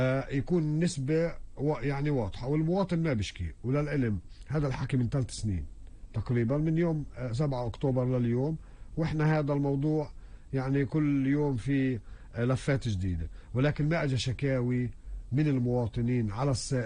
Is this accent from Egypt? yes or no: no; Palestine; في دول مجاورة عندنا ما فيش عندهم أسطول زي الموجود عندنا بفلسطين